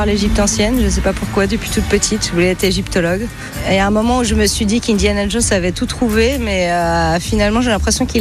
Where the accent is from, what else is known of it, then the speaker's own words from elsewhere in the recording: Pleuven, Brittany, France; moved away as an adult; also born or lived in Spain / Ireland; je suis de Pleuven, qui est une petite commune limitrophe de Quimper.